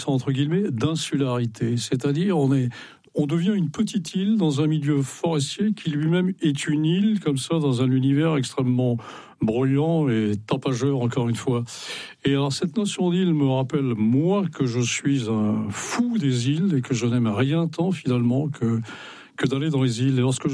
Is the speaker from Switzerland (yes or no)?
no; Brittany, France; c'est l'île Molène, au large de Brest et surtout au large de la Bérilduthe, qui est le village de mon enfance dans le Finistère Nord.